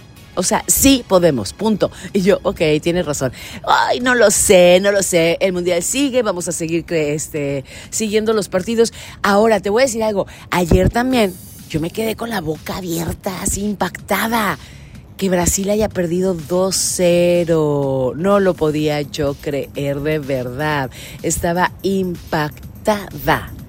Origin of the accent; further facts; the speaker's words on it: Mexico; vamos a celebrar que somos mexicanos